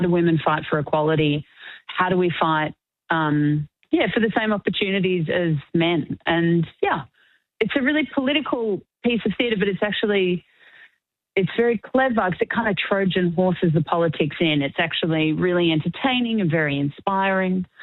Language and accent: English; Melbourne, Victoria, Australia; Although I grew up in Melbourne, I think because I was a woman, because I was a girl, I never actually really thought the AFL was for me.